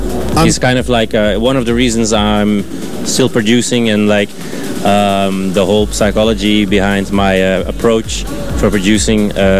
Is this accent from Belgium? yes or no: yes; Belgium; But I mean, I'm from Belgium.